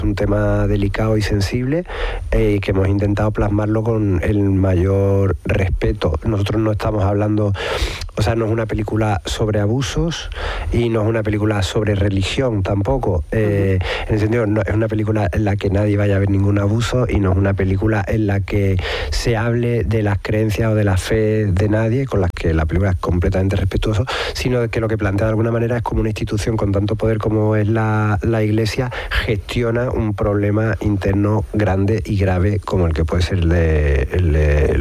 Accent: Seville, Andalusia, Spain; now in Madrid, Spain; Yo soy de Sevilla, nacido en Triana. Vivo gran parte del año en Madrid por cuestiones de trabajo, porque también doy clases allí

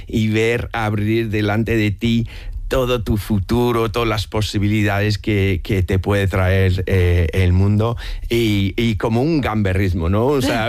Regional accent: United Kingdom; Spanish is a second language; moved away as an adult; now in Madrid, Spain; yo soy el típico británico que de mi infancia fue marcada por las vacaciones familiares en España

